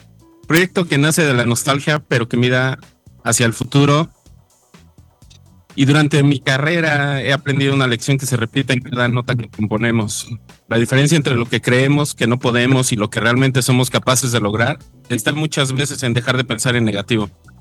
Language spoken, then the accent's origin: Spanish; Mexico City, Mexico; soy un músico de Ciudad de México.